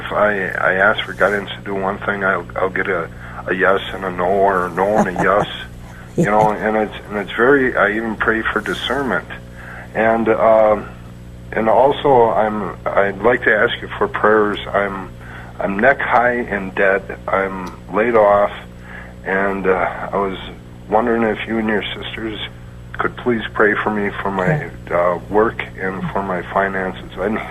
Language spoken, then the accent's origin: English; Wisconsin, United States; Wisconsin.